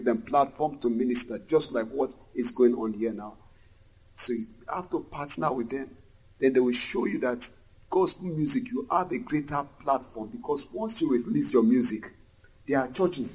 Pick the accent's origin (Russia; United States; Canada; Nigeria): Nigeria; Lagos; I said, I'm an artist from Lagos. And I showed them my CD. The security man looked at it. He saw the address, Lagos